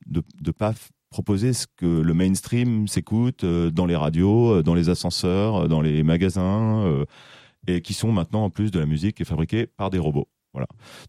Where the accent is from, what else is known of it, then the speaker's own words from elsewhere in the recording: Auvergne-Rhône-Alpes, France; moved away as an adult; also born or lived in Paris; Moi, je me souviens, je suis venu quand j'avais 20 ans. J'ai grandi en Haute-Savoie et j'ai habité à Paris pendant très longtemps, mais je suis venu quand j'avais 20 ans dans la Drôme